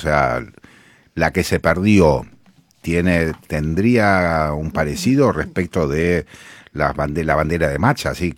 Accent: Rosario, Santa Fe, Argentina; Eso es lo que entiendo más o menos como rosarino respecto de los lugares, del lugar.

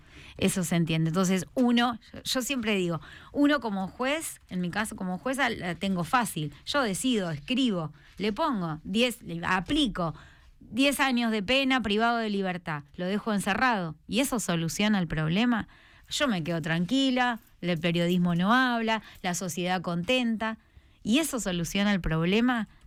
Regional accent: Argentina; Acá como sociedad, como argentinos

